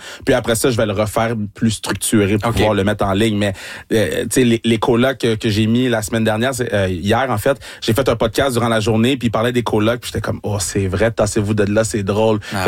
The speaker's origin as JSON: {"language": "French", "town": "Laval", "region": "Quebec", "country": "Canada", "said": "je viens de Laval"}